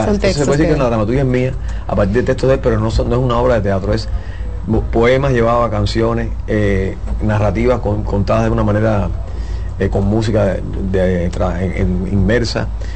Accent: Cuba; now in Dominican Republic; un cubano dominicano.

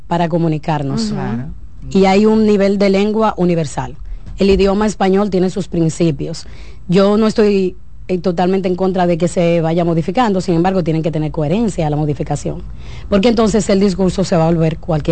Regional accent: Dominican Republic; la riqueza cultural que tenemos como dominicanos.

